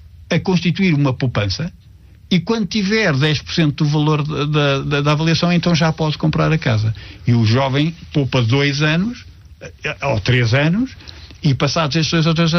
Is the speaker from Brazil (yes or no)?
no; Portugal